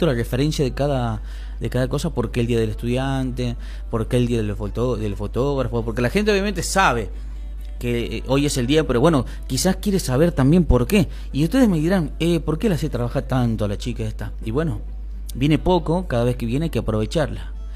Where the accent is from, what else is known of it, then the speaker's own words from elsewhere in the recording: Tucumán, Argentina; nosotros somos tucumanos, del sur de la provincia